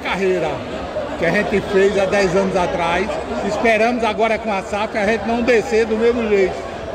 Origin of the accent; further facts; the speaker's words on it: Paudalho, Pernambuco, Brazil; Eu sou de Paudalho.